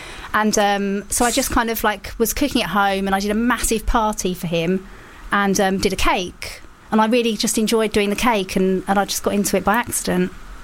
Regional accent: Leigh-on-Sea, East of England, United Kingdom; accent: Essex; I'm from Leigh-on-Sea in Essex.

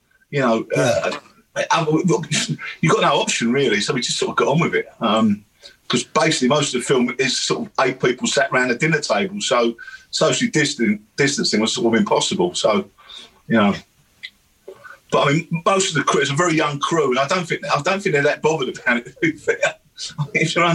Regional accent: London, United Kingdom; So where I grew up in London, that wasn't particularly a good sign.

